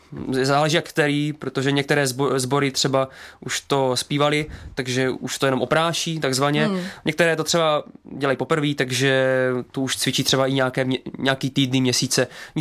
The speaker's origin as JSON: {"language": "Czech", "town": "Olomouc", "region": "Olomouc Region", "country": "Czechia", "tie": "born or raised there", "said": "jakož jsem rodilý Olomoučák"}